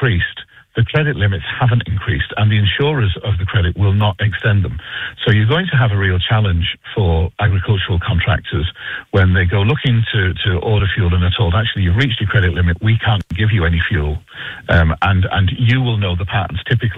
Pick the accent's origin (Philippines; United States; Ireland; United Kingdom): Ireland; Munster; accent: funny accent; now in Dublin, Ireland; despite my funny accent and the fact that I live in Dublin, home for me is North Cork. I'm from an agricultural family